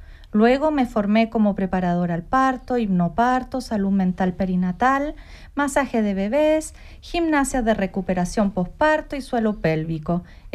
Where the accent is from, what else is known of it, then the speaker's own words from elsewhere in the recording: Chile; moved away as an adult; now in Switzerland; chilena, viviendo en Suiza desde hace 15 años.